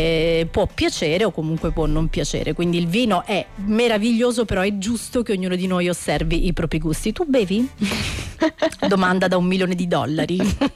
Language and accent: Italian; Marsala, Sicily, Italy; sono nata a Marsala. Marsala è proprio la città del vino e ci sono tantissime cantine.